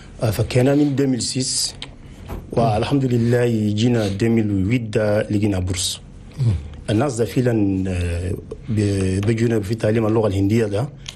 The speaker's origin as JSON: {"language": "Arabic", "country": "Chad"}